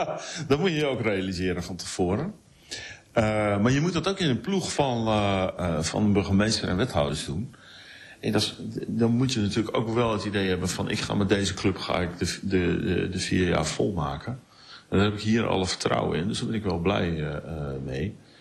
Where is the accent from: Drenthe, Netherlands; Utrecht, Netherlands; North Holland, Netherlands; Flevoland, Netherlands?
Flevoland, Netherlands; Emmeloord; moved away; Ik ben opgegroeid in Emmeloord.